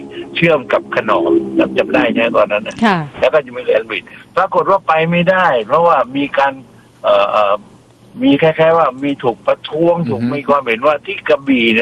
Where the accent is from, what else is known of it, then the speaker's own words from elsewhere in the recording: Southern Thailand, Thailand; ท่านพูดกับผมในฐานะเป็นคนใต